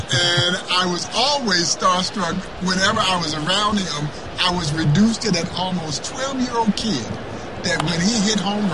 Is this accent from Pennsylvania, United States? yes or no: no; Crawfordville, Georgia, United States; growing up in Crawfordville, Georgia. And Crawfordville, Georgia, guys, is east of Atlanta, west of Augusta, all of 500 people.